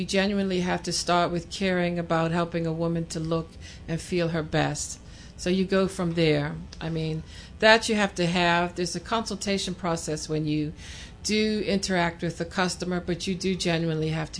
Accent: St. David's, St. George's, Bermuda; So my family is from St. David's. So I grew up around my grandparents, my aunts, uncles. It is still a close-knit community

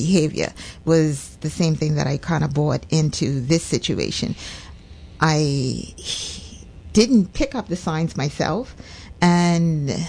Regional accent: Bermuda; I grew up in Bermuda. I grew up back at town in Bermuda.

